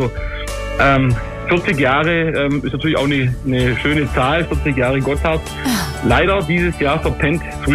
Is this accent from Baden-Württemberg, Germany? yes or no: yes; Emmingen, Baden-Württemberg, Germany; Genau, ich komme direkt aus Emmingen, also sprich 8 Kilometer bis zum Hohenberg.